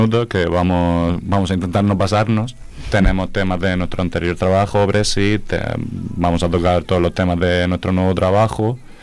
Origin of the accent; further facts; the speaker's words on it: Molina de Segura, Region of Murcia, Spain; nosotros que somos aquí de Molina los cuatro